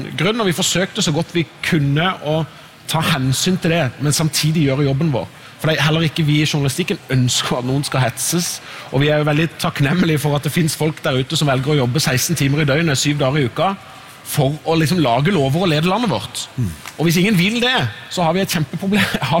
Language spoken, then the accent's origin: Norwegian; Southern Norway, Norway; now in Oslo, Norway; Jeg opplever at den virkeligheten jeg ser når jeg er hjemme på Sørlandet, på bygda der jeg kommer fra, masse flott der, det er ikke det at det er et elendig sted